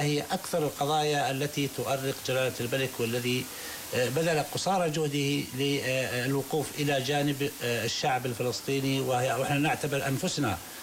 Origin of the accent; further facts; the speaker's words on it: Jordan; نحن كأردنيين